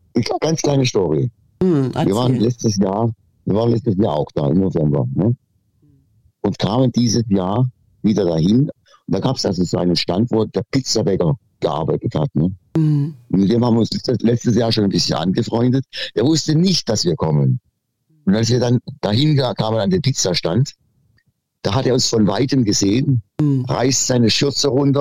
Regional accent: Baden-Württemberg, Germany; Ich komme aus dem schönen Schwabenland.

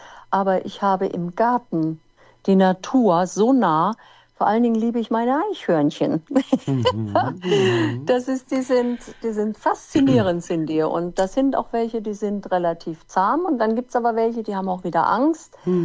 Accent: Odenwald, Germany; born there; Ich bin gebürtig aus dem Odenwald. Der Odenwald, das ist ein recht hochgelegenes Gebiet mit wunderschönen, vielen Wald.

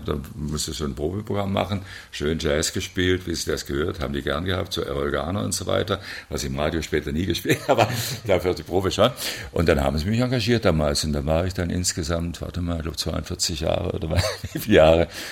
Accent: Stuttgart, Baden-Württemberg, Germany; Ich bin Stuttgarter und habe dann also freundlich, lieb und nett, gesagt, nee, also ich möchte lieber in Stuttgart bleiben.

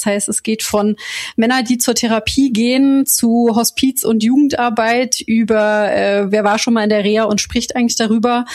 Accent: Koblenz, Rhineland-Palatinate, Germany; now in Berlin, Germany; Ah, das schöne Kovelenz am Rhein und an der Mosel. Der alte Rheinland-Pfälzer Pflanze hier.

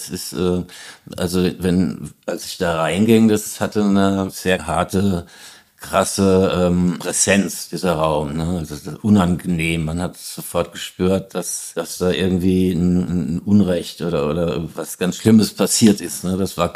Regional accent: Hesse, Germany; Naja, bei uns gab's halt dieses Kernkraftwerk Biblis in der Nähe, wo ich aufgewachsen bin, und da waren wir halt immer demonstrieren dagegen, ne?

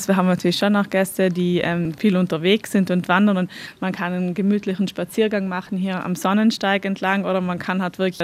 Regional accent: Trentino-Alto Adige, Italy; Ich bin hier quasi in dem Betrieb aufgewachsen.

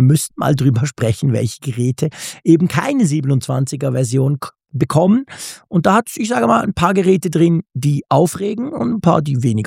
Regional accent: Switzerland; ich bin ja hier als Schweizer quasi mit meinem Schweizer Apple-Account

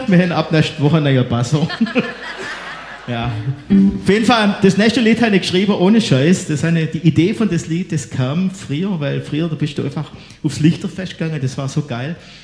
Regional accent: Baden-Württemberg, Germany; so, ich bin ein Schwabe, hallo.

